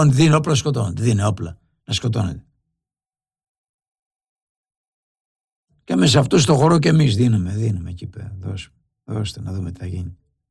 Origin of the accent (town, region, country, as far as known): Greece